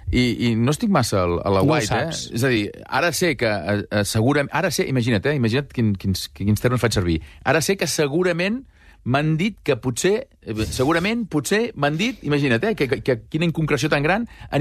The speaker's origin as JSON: {"language": "Catalan", "town": "Sant Feliu de Buixalleu", "region": "Catalonia", "country": "Spain", "tie": "born or raised there", "said": "Que tu ets d'un poblet. Sí, Sant Feliu de Buixalleu, poblet molt petit, menys de 1.000 habitants."}